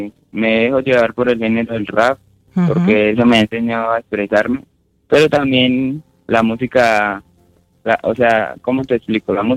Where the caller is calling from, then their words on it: Ciénega, Boyacá, Colombia; Yo estoy en Colombia ahorita